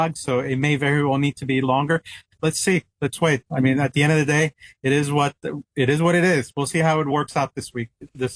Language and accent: English; New York City, New York, United States; also born or lived in Tuxedo; I'm from New York City and upstate New York and Tuxedo. We would have festivals and, you know, I would always see that up there. They had German festivals.